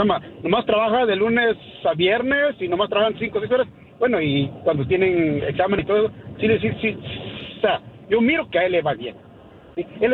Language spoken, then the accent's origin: Spanish; Oaxaca, Mexico; yo también soy troquero y soy de Oaxaca